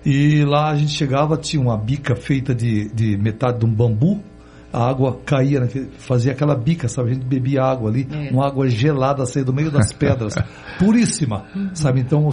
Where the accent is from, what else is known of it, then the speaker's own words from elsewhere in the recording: Céu Azul, Paraná, Brazil; moved away; Fiz lá em Céu Azul, a cidadezinha do oeste do Paraná, onde eu me criei.